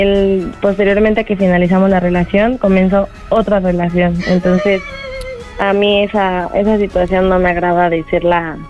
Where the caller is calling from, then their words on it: Venustiano Carranza, Mexico City, Mexico; De la Venustiano Carranza.